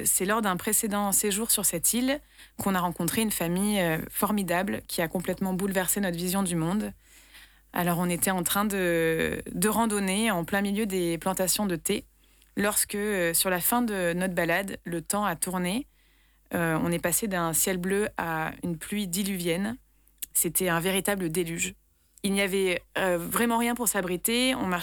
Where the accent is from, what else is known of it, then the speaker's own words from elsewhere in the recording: Nîmes, Occitanie, France; moved away; j'ai 33 ans, donc je suis bien trentenaire et je suis aussi nîmoise.